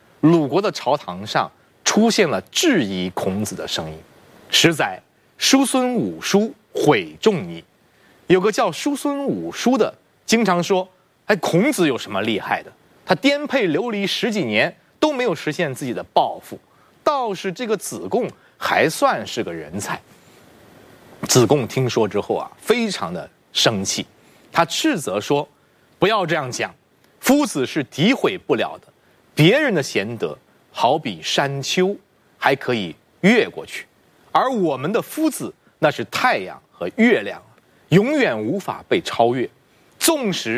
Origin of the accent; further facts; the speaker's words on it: Qufu, Shandong, China; moved away; 我就想起我的老家山东曲阜